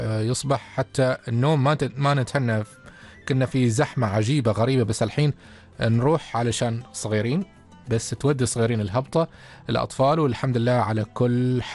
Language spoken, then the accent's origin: Arabic; Oman; هويتنا نحن كعمانيين